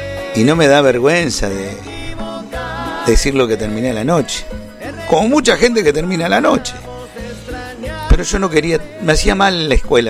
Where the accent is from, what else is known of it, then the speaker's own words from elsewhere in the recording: Carcarañá, Santa Fe, Argentina; en mi ciudad, en mi pueblo, que es Carcaraña.